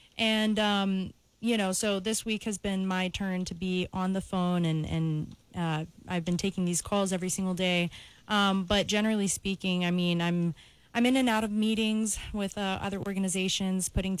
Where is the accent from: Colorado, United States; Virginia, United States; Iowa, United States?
Virginia, United States; now in Pittsburgh, United States; I'm Latina and I come from a family of immigrants. And my parents, well, I was born and raised in Virginia. We moved up here to Pittsburgh around that time.